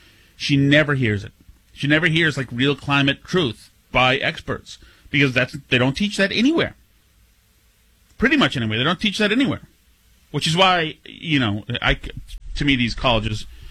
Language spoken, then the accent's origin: English; Winchester, Massachusetts, United States; I'm from Winchester